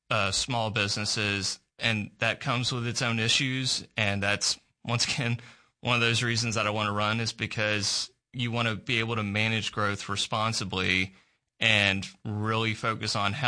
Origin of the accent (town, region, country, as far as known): Little Rock, Arkansas, United States; born or raised there